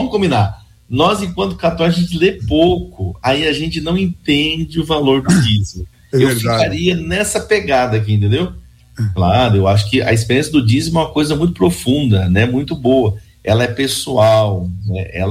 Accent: São Bernardo do Campo, São Paulo, Brazil; do Parque Espacial. É a minha terra, viu? Você sabe que eu cresci aí nessa região, viu?

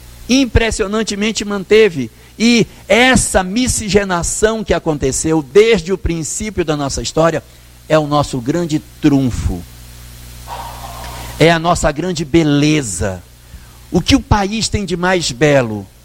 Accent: Brazil

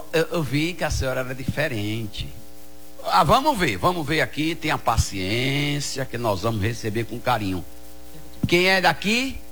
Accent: Alagoas, Brazil; Eu sou alagoano, pertinho ali.

